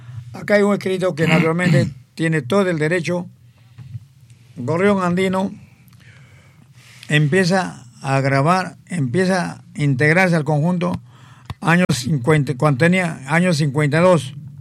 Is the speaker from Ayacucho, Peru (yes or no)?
no; Parobamba, Ancash, Peru; moved away; en mi tierra, Parobamba.